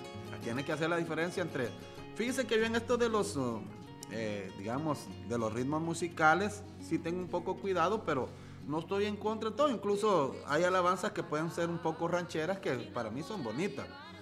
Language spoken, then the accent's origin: Spanish; El Salvador; nosotros aquí como somos salvadoreños